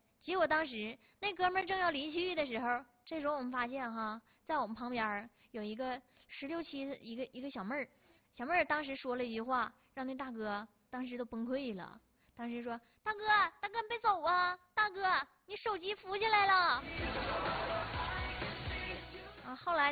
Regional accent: China; 我们中国人

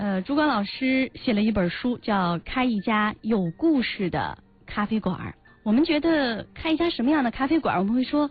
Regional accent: Northeast China, China; 这么说起来我们算老乡啊。我也是东北人。

